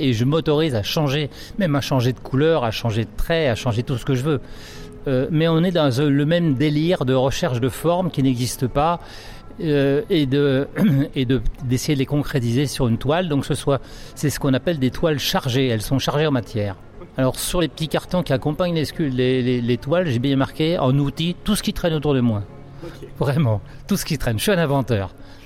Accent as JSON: {"language": "French", "town": "Castillon-du-Gard", "region": "Occitanie", "country": "France", "said": "Alors, je viens de Castillon-du-Gard, juste à côté du pont du Gard, mais vraiment à côté."}